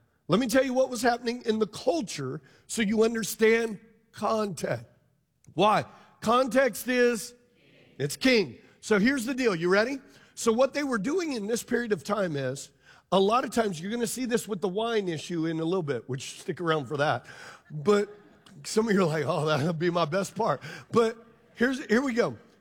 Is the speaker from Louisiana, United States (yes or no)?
yes; Louisiana, United States; I'm Louisiana Cajun, man.